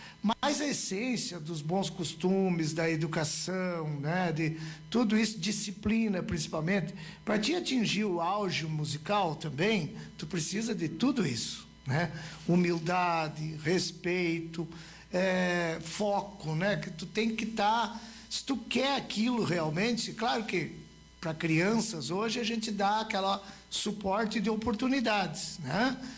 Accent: Mormaço, Rio Grande do Sul, Brazil; eu sou natural do Mormaço, então nós morávamos lá.

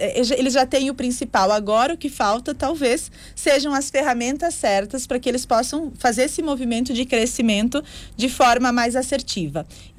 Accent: Rio Grande do Sul, Brazil; eu venho do Vale do Taquari

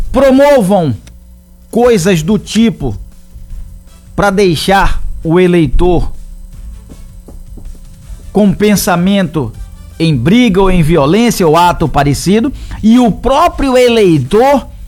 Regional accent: Salvador, Bahia, Brazil; Porque quando eu era pequeno lá em Paripe, eu lembro que a torcida aqui era Bahia e Vitória.

